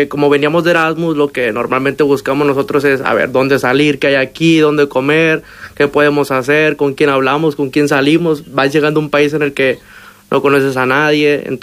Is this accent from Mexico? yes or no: yes; Mexico; moved away as an adult; now in Ávila, Spain; Yo vengo de México, uh-huh. Un poquito cerquita de aquí, ¿eh?